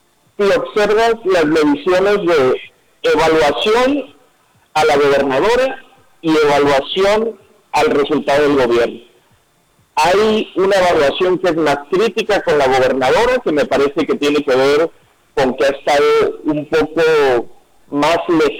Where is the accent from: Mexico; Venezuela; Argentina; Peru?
Mexico; Tijuana, Baja California; moved away; Saben, o quienes me conocen, que crecí en Tijuana, que parte de mi familia vive en Tijuana.